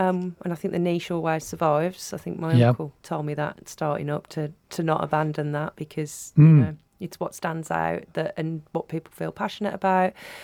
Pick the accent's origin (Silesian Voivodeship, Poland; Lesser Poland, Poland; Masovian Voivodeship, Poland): Masovian Voivodeship, Poland; Warsaw; You know, I think that comes from growing up in Warsaw.